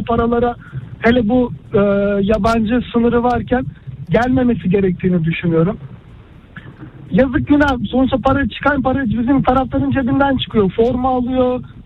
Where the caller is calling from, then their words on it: Istanbul, Turkey; İstanbul'dan arıyorum